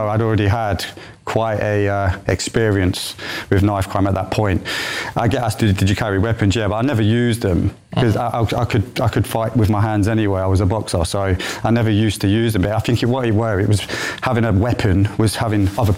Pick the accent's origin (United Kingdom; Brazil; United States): United Kingdom; Nottingham, East Midlands; moved away; So I'm from Nottingham originally